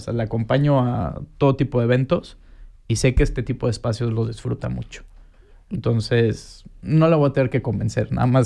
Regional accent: Cuernavaca, Morelos, Mexico; moved away as an adult; now in Switzerland; uno de mis mejores amigos con el que crecí en Cuernavaca, Frank Fedier

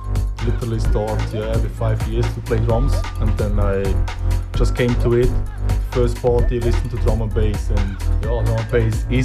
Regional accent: Stans, Nidwalden, Switzerland; English is a second language; Oh, sorry. I was grow up in Stans. It's like in the center of Switzerland near to Lucerne. It's a little farmer village, I would say.

